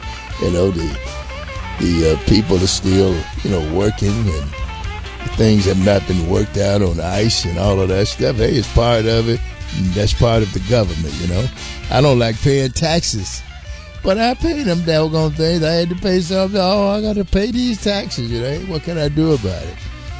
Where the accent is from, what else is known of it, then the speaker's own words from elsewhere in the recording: United States; Hey, I'm an American black man, and very, very proud of it.